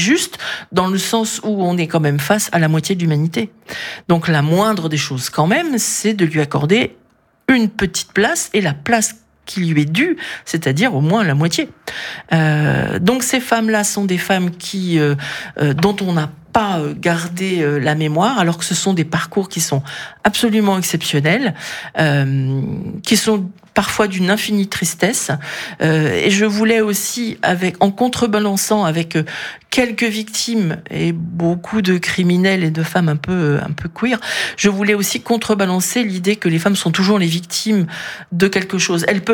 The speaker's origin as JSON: {"language": "French", "region": "Brittany", "country": "France", "said": "je suis présente sur plein de salons, notamment en Finistère, puisque je suis des Monts d'Arrée."}